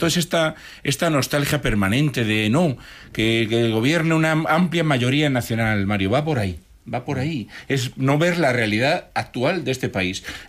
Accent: Galicia, Spain; yo claro, soy gallego como tú

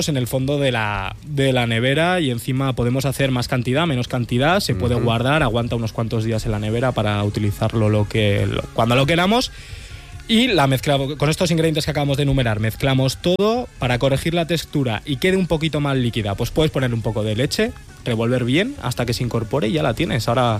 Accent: Spain; Soy español

